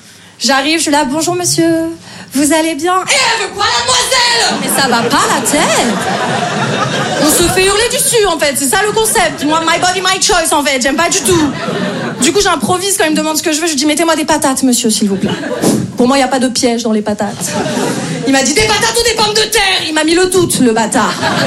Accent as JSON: {"language": "French", "town": "Paris", "region": "Île-de-France", "country": "France", "said": "Je me présente … moi je viens de Paris. J'essaye de jouer un peu dans plein de villes en France."}